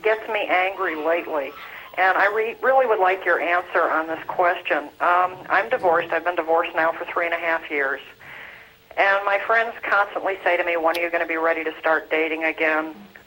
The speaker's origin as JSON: {"language": "English", "region": "Minnesota", "country": "United States", "said": "I'm from Minnesota."}